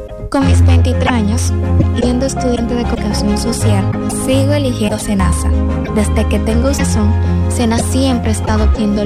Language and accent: Spanish; La Altagracia, Dominican Republic; born there; Yo nací en el 2002, en la Mapa de la Altagracia, en el sector El Marindo.